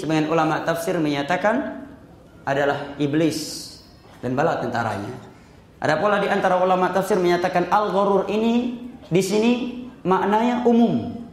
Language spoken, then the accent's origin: Indonesian; Pidie Jaya, Aceh, Indonesia; Ya, di daerah saya terjadi sepertiga akhir malam sebelum waktu subuh di Pidijaya.